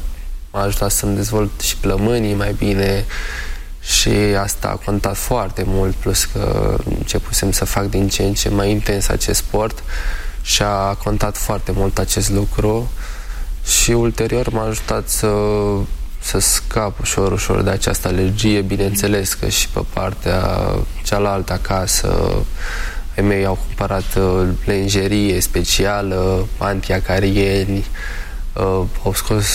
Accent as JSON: {"language": "Romanian", "town": "Buciumeni", "region": "Dâmbovița", "country": "Romania", "tie": "born or raised there", "also_born_or_lived": "Pucioasa / Fieni", "said": "eu m-am născut în Pucioasa, apoi am stat, din câte mi-aduc aminte, o perioadă în Fieni, care este lângă Pucioasa, și apoi ne-am mutat, avem o casă bătrânească în Buciumeni, în localitatea Buciumeni."}